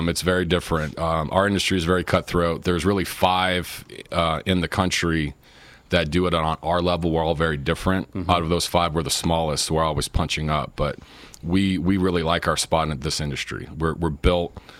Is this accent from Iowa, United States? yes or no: no; Las Cruces, New Mexico, United States; also born or lived in Arkansas / Texas; born and bred here in Las Cruces, New Mexico. Graduate Las Cruces High, 97, not to date myself.